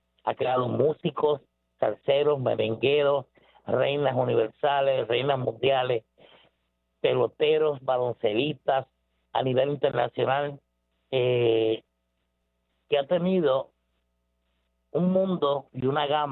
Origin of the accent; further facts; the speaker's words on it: Puerto Rico; Somos puertorriqueños de pura cepa y boricuas hasta lo último